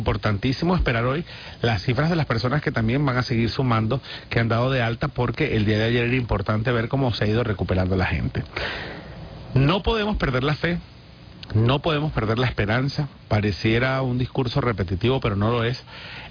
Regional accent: Venezuela; Y cuando digo nosotros es porque somos todos, venezolanos, venezolanas, los caraqueños, los guayeños, los maracuchos, los aragüeños

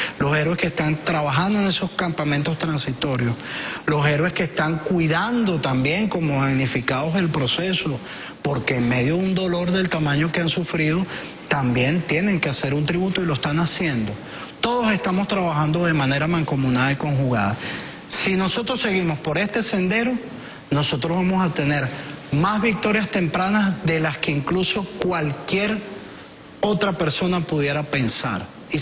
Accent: Venezuela; eso es lo que a nosotros nos caracteriza como venezolanos. Ese es el gen de la nación que hace 215 años nació

